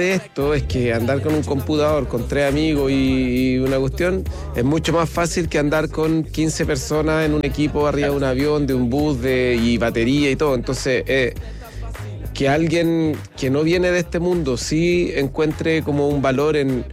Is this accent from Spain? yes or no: no; Chile; Y justamente nosotros la primera vez que salimos de Chile fue hace 30 años a Rock al Parque, el 96. La primera viaje fuera de Chile.